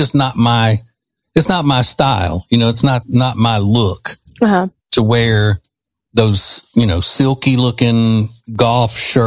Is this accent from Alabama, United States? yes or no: no; Louisiana, United States; Yeah, but we used to call that when I was growing up in Louisiana, we call that flooding.